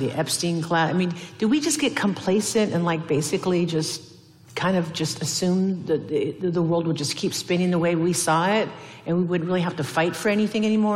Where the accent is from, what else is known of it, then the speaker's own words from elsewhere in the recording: Puyallup, Washington, United States; a role member of the Blackfeet Nation, born and raised on the Puyallup, a stepdad's Yakima.